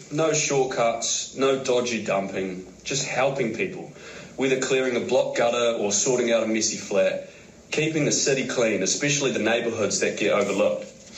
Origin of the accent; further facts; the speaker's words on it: Dunedin, Otago, New Zealand; I grew up in Dunedin.